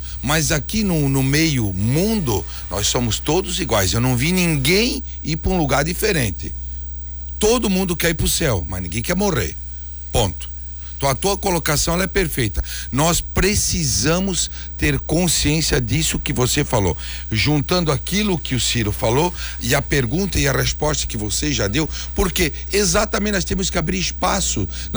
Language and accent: Portuguese; Brazil; Eu acredito e sou brasileiro